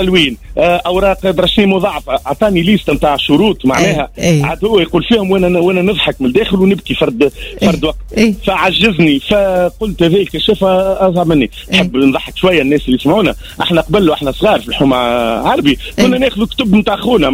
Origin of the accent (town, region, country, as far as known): Bizerte Governorate, Tunisia; born there